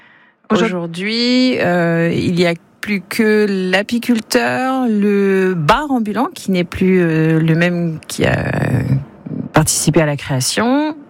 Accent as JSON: {"language": "French", "town": "La Chaussée-Tirancourt", "region": "Hauts-de-France", "country": "France", "tie": "born or raised there", "said": "La chaussée Tirancourt, c'est mon village de cœur. C'est là où j'ai grandi. Et malheureusement, c'est un village aujourd'hui dans lequel il n'y a plus de commerce, il n'y a plus de point de rendez-vous pour les gens, il n'y a plus de lieu de société, en fait."}